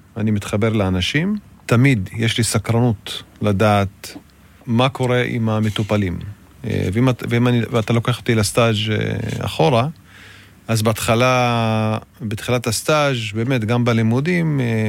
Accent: Basmat Tab'un, Northern District, Israel; אני מומחה ברופאת המשפחה, תושב בוסמת טבעון, נשוי פלוס 2.

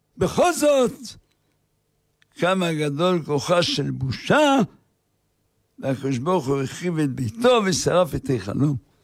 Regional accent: Haifa, Haifa District, Israel; אני גדלתי בחיפה

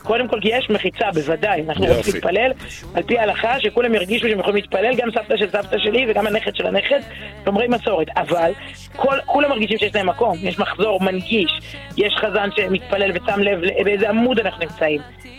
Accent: Herzliya, Tel Aviv District, Israel; born there; אני נולדתי בהרצליה, נולדתי בנוער מרץ, נוער שלום עכשיו, אשכנזית, חילונית, שמאלנית, הרצליה.

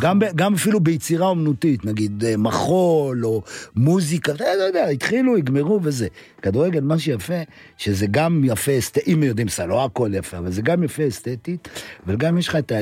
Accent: Jerusalem, Jerusalem District, Israel; אני גדלתי בירושלים, בהפגנות היו קוראים לשוטרים נאצים.

